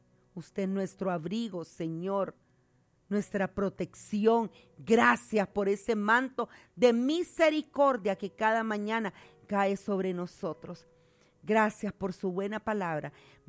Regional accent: Honduras; nuestra nación, de Honduras

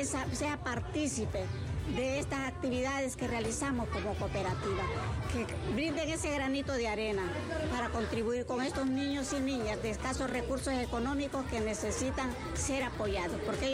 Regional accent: Honduras; Ese es el destino, ¿verdad?, que nosotros tenemos como hondureños.

